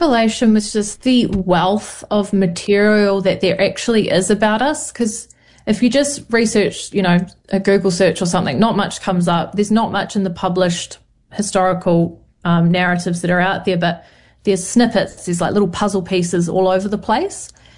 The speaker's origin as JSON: {"language": "English", "region": "Canterbury", "country": "New Zealand", "tie": "born or raised there"}